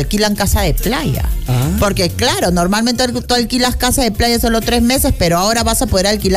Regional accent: Peru; nuestro Perú con su folclor.

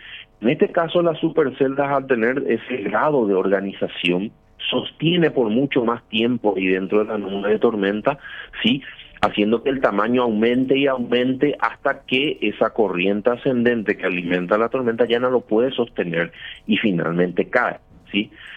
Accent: Luque, Central, Paraguay; yo, por ejemplo, soy de Luque

